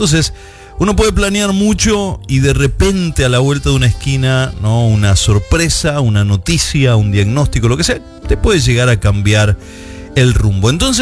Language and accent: Spanish; Argentina; en mi país prácticamente siempre se vivieron tiempos difíciles, ¿no? Porque iba a decir, el tiempo en aquel entonces era difícil. En realidad, en Argentina todos los tiempos son difíciles. Lamentablemente le ha tocado a mis queridos compatriotas lidiar con cada situación